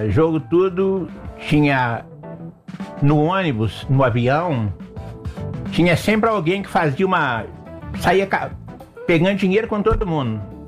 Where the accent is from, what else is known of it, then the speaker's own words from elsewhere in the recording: Brazil; sou brasileiro, né? Em primeiro lugar.